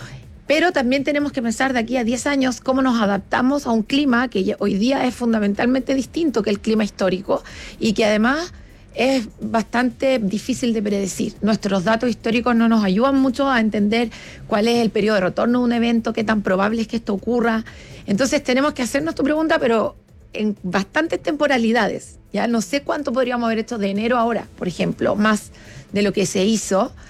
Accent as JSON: {"language": "Spanish", "town": "Cajón del Maipo", "region": "Santiago Metropolitan Region", "country": "Chile", "tie": "born or raised there", "said": "Claro, pero yo, por ejemplo, crecí en el Cajón del Maipo, que muchas veces ha pasado esto y te avisan, pero es otro tipo de lluvia."}